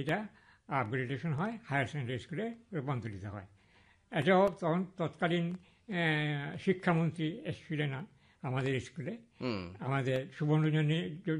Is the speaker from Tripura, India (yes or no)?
yes; Agartala, Tripura, India; born there; also born or lived in Silchar, Assam / a tea garden in India (birthplace); now in Belonia, India; এখানে আগরতলাতেই আমার এই কৈশোর, তারপর যৌবনের অনেকখানি অংশ কেটেছে। আমি আগরতলা উমাকান্ত একাডেমির ছাত্র ছিলাম।